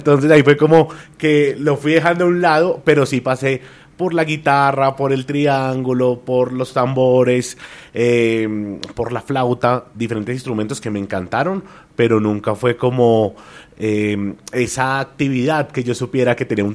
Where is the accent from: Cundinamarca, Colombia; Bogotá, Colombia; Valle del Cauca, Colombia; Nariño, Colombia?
Valle del Cauca, Colombia; Cali; yo soy de Cali